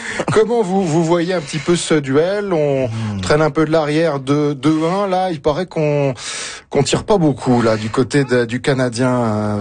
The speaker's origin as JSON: {"language": "French", "country": "France", "said": "Moi, je suis un petit Français."}